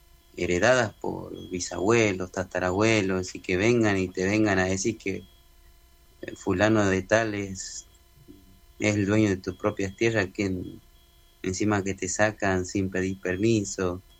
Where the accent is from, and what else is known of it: Humahuaca, Jujuy, Argentina